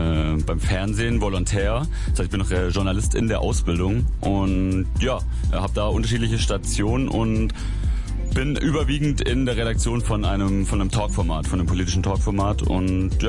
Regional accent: Herrenberg, Baden-Württemberg, Germany; moved away as an adult; also born or lived in Vienna; now in Berlin, Germany; Ich komme aus Herrenberg. Das ist so zwischen Stuttgart und Tübingen, eine richtig süße Kleinstadt mit so Fachwerkhäusern und ja, so mittelalterlich geprägt. Und bin von dort dann so mit 23 weggezogen nach Wien, in auch eine sehr schöne Stadt.

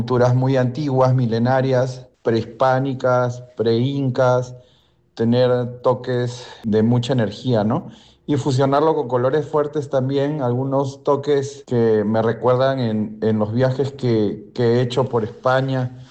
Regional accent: Peru; Teniendo también antepasados españoles y actualmente yo como artista peruano

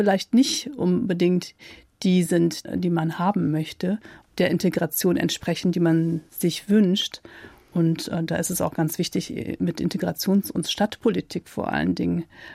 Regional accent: Rhineland, Germany; born there; accent: slight Rhineland accent

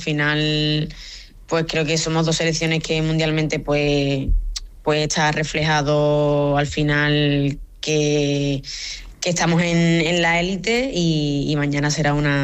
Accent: Rota, Andalusia, Spain; moved away; Rota, mi pueblo, siempre me he sentido muy, muy querida y pues a ver qué te digo, es el sitio donde he nacido, donde me he criado, donde pues he ido creciendo tanto futbolísticamente como personalmente

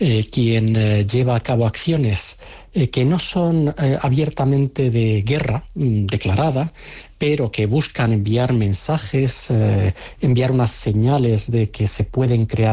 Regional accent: Spain; Me temo, y ahora ya hablo no como analista, sino como ciudadano español, no es normal.

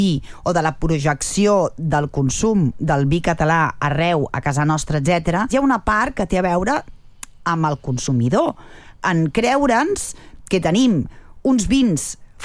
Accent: Catalonia, Spain; soc de Nou Barris

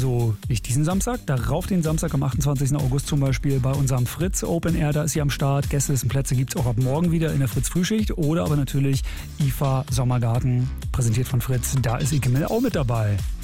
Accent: Berlin, Germany; Ich bin auch gebürtiger Berliner.

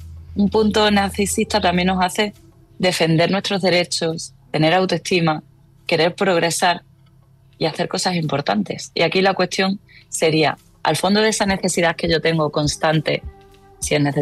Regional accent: Extremadura, Spain; moved away; Pues siendo yo extremeña y no viviendo en Extremadura, siendo ya refugiada climática prácticamente

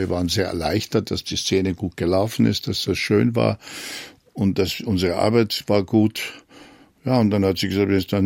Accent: Germany; accent: German; Und wenn ich als Deutscher mit diesem Akzent da komme

